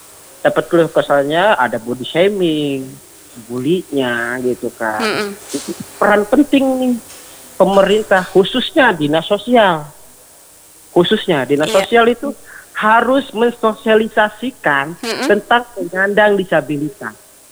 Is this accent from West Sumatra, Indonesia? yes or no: no; Serang, Banten, Indonesia; Kota Serang, kebetulan saya orang Serang nih Kak.